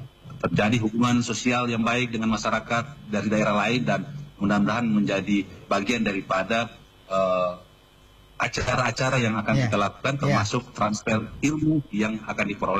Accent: Gorontalo, Indonesia; Apalagi kita orang Gorontalo sendiri.

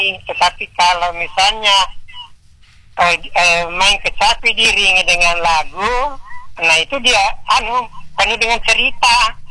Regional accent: South Sulawesi, Indonesia; Kalau suku Bugis kan saya orang Bugis.

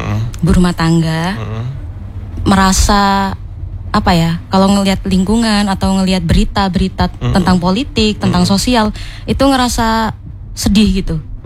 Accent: Banyuwangi, East Java, Indonesia; moved away as an adult; also born or lived in Bandung; now in Sidoarjo or Surabaya, Indonesia; kalau saya aslinya Banyuwangi.

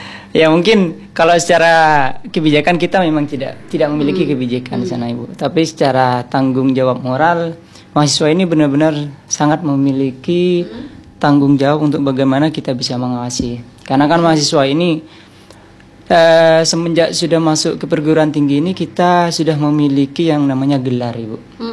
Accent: East Java, Indonesia; sebagai mahasiswa khususnya di Kabupaten Sampang, ini kami kan putra daerah

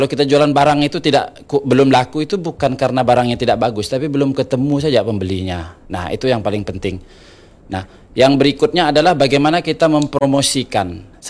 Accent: Pontianak, West Kalimantan, Indonesia; Jadi kalau bukan kita sebagai warga Pontianak, siapa yang harus mengenal kota Pontianak?

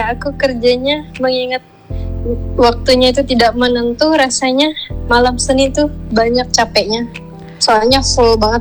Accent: Indonesia; di angkatanku hanya ada aku orang Indonesianya.

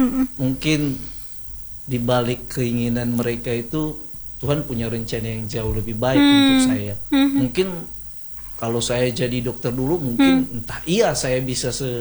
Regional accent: North Sumatra, Indonesia; Botu Muzoi itu kebetulan kampung kami.

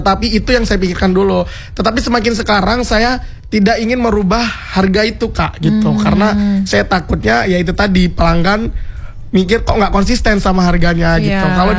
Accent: Lampung, Indonesia; saya ini berada di daerah yang cukup pelosok. Dimana sih? Di Kabupaten Mesuji.

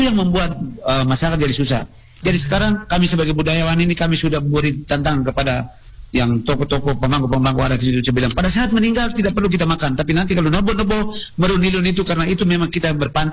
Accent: Lembata, East Nusa Tenggara, Indonesia; di kita di Lamaholot, di Lembata, khususnya di kita di kampung-kampung kami ini

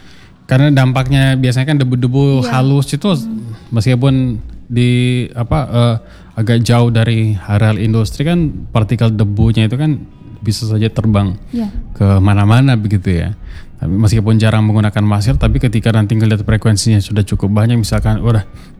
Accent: Palu, Central Sulawesi, Indonesia; accent: Palu; Saya suka pakai bahasa Palu ini.

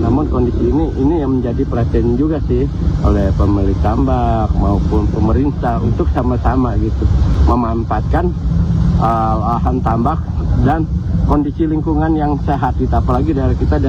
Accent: Indonesia; Selaku warga Kecamatan Teluk Pandan yang berada di Desa Kajalan Pating

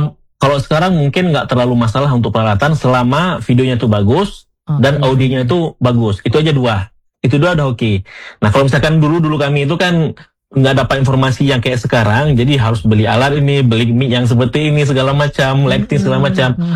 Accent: Aceh, Indonesia; Kita orang Aceh malu, besar malunya.

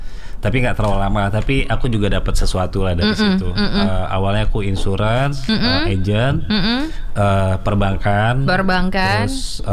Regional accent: Padang, West Sumatra, Indonesia; Makan karena aku orang Padang. Jadi aku harus ada sambal.

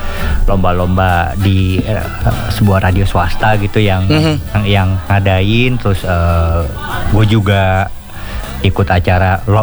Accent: South Jakarta, Jakarta, Indonesia; Jadi susah karena kita anak Jaksel gitu.

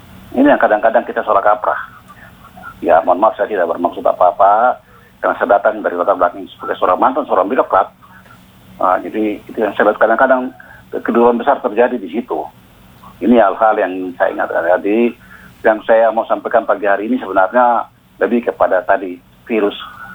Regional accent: Biak, Papua, Indonesia; born there; saya orang Biak asli

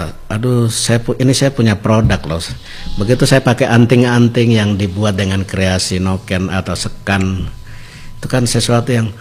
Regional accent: Wamena, Highland Papua, Indonesia; saya orang Wamena

